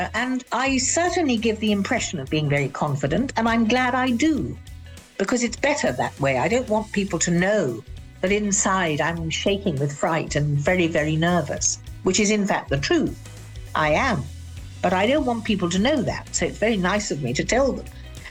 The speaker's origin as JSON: {"language": "English", "region": "England", "country": "United Kingdom", "said": "from England, Mother."}